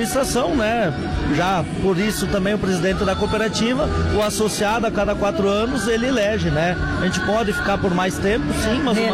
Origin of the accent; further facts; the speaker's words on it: São Miguel do Oeste, Santa Catarina, Brazil; born there; Eu nasci em São Miguel do Oeste, Santa Catarina, então são daquela leva dos gaúchos que foram atrás das terras novas para Santa Catarina, para o Paraná e para o mundo, né?